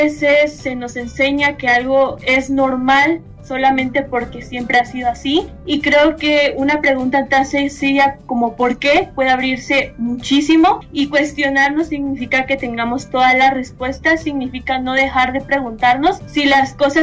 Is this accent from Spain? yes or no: no; Guatemala; yo soy de Guatemala